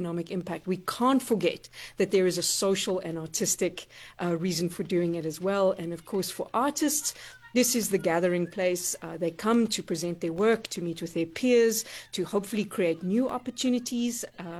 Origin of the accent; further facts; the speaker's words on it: South Africa; being a South African, all the things that make us who we are, our difficult past